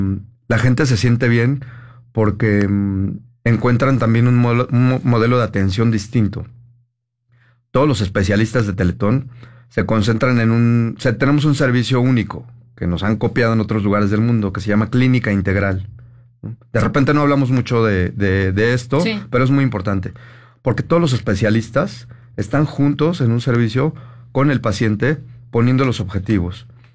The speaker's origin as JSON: {"language": "Spanish", "country": "Mexico"}